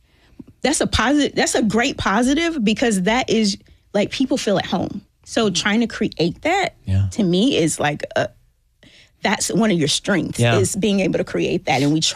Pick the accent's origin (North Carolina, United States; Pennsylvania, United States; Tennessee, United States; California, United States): Tennessee, United States; Columbia; I'm from Murray County.